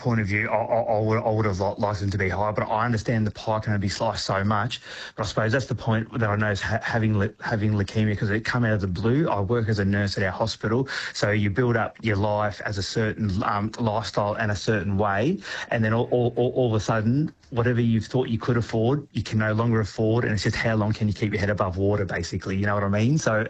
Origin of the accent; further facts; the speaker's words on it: Moe, Victoria, Australia; Because I come from Moi, I couldn't access care locally, so I had to travel down to Clayton.